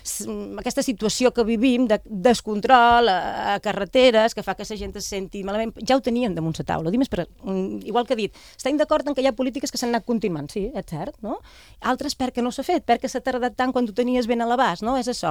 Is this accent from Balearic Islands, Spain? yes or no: yes; Menorca, Balearic Islands, Spain; la meva vida com a menorquina, que no viu del turisme